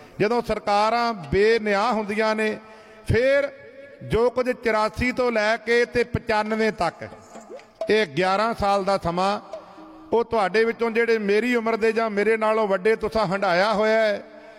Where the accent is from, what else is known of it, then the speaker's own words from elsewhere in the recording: Amritsar, Punjab, India; ਮੇਰਾ ਇਲਾਕਾ ਹੈ ਅੰਮ੍ਰਿਤਸਰ ਅਤੇ ਅਜਨਾਲੇ ਦਾ, ਕੋਈ ਐਸਾ ਪਿੰਡ ਨਹੀਂ